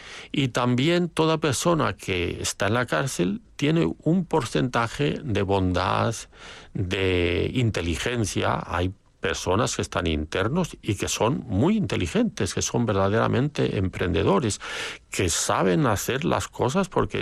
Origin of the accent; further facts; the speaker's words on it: Spain; now in Chile; soy español chileno, tengo doble nacionalidad.